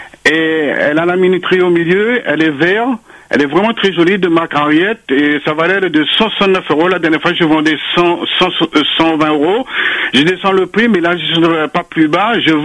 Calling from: Saint-Pierre, Réunion; j'habite à Saint-Pierre.

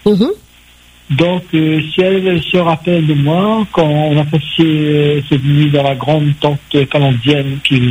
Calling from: Saint-Paul, Réunion; je suis de Saint-Paul.

